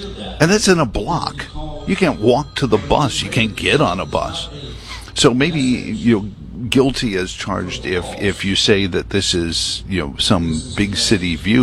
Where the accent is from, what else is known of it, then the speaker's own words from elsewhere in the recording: New York City, New York, United States; I grew up in New York City.